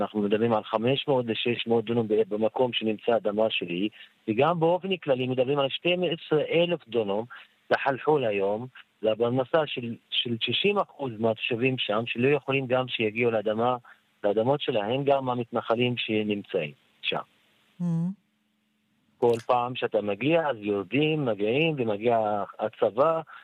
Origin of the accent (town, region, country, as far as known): Palestine